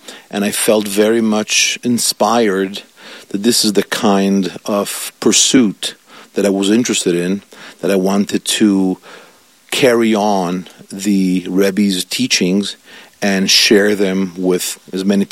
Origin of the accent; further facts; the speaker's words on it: Milan, Lombardy, Italy; first language Italian; English is a second language; moved away as an adult; now in United States; I was born in Milan in 1966 and graduated high school in Milan 1984 before coming over to this country for college and rabbinical school. So Italian still is my first language, yes.